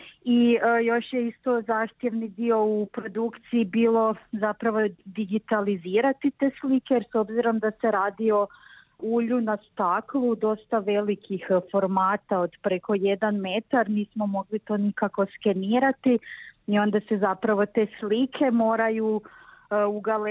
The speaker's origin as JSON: {"language": "Croatian", "region": "Podravina", "country": "Croatia", "tie": "born or raised there", "said": "Ja sam odrasla u Podravini, od uvijek okružena tim slikama"}